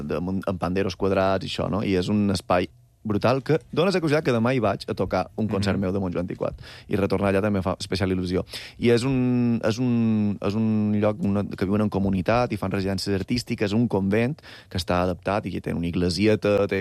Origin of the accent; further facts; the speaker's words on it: Balearic Islands, Spain; jo li vaig dir, jo som mallorquí, què fas aquí?